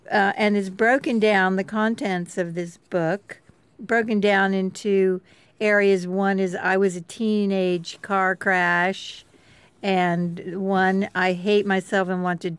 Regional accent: the South, United States; That's why growing up in the South, everybody's called darling.

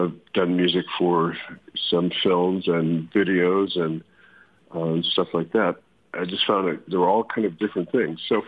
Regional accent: Gary, Indiana, United States; born there; also born or lived in South Bend, Indiana; now in Occidental, United States; I've grew up in Indiana. I was born in South Bend, Indiana, by Notre Dame, and then we moved to Gary when I was maybe 8 or so, and went through school there

